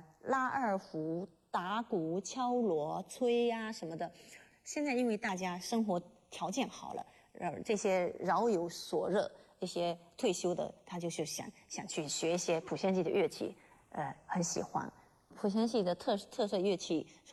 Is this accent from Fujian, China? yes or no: yes; Putian, Fujian, China; 我们这个语言的话一直在鼓励，像我的孩子，在四年级的时候，我发现他不会讲莆田话，我很着急。